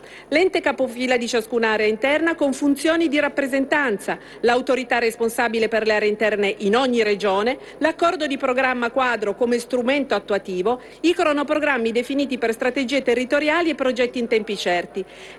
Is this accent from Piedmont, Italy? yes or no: yes; Cuneo, Piedmont, Italy; lo dico da piemontese, da cuneese